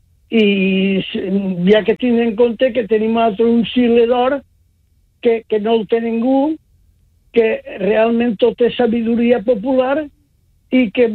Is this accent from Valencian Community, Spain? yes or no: yes; Valencian Community, Spain; valencians que som uns més infot i no sabem conservar aquesta cultura.